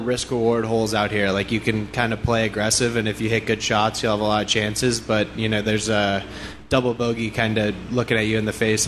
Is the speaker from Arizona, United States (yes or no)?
yes; Scottsdale, Arizona, United States; I grew up in Scottsdale